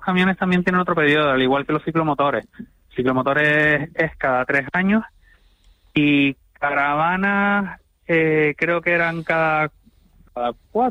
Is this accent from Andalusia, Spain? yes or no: no; Tenerife, Canary Islands, Spain; yo soy de Tenerife